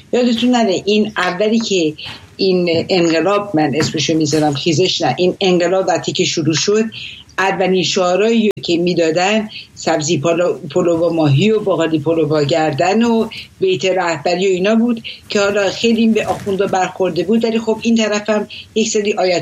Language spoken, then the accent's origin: Persian; Iran; moved away; من بچه جنگم، در زمان جنگ من توی ایران بزرگ شدم.